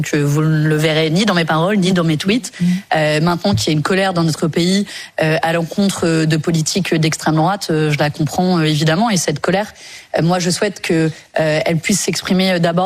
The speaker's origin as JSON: {"language": "French", "town": "Fréjus", "region": "Provence-Alpes-Côte d'Azur", "country": "France", "moved": "yes", "said": "y compris là d'où je viens, à Fréjus."}